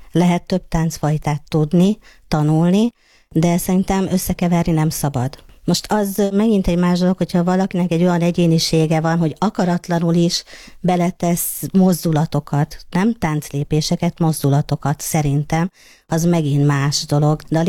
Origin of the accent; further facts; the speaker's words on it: Sárospatak, Borsod-Abaúj-Zemplén, Hungary; Hát nekem eléggé hosszú az utam, hogy úgymond. Én Borsodból származom, Sárospatakról